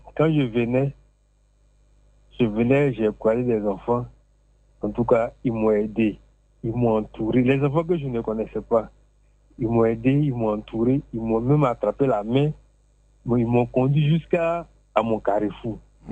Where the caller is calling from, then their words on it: Abidjan, Côte d’Ivoire; J'appelle d'Aboudoumé, Jérusalem.